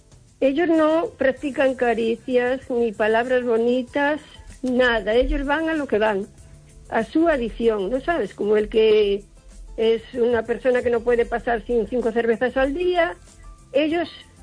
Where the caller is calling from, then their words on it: O Carballiño, Galicia, Spain; de Carballiño.